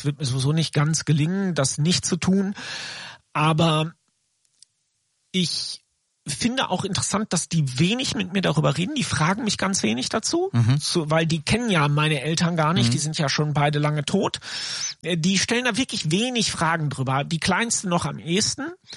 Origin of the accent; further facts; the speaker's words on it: North Rhine-Westphalia, Germany; als Sauerländer